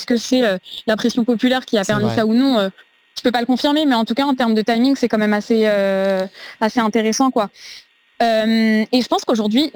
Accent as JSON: {"language": "French", "country": "France"}